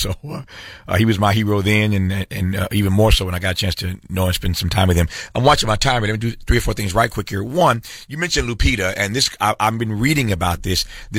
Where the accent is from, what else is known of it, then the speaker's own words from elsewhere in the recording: Indiana, United States; also born or lived in Mississippi; couldn't have imagined as a kid growing up in Indiana, born in Mississippi, I'd ever meet Muhammad Ali.